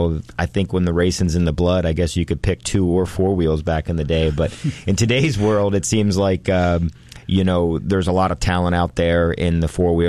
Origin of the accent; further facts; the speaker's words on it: Pennsylvania, United States; I was born and raised in East Coast, Pennsylvania, over by the Lancaster area. For those that don't know that, about 50 minutes from Philadelphia.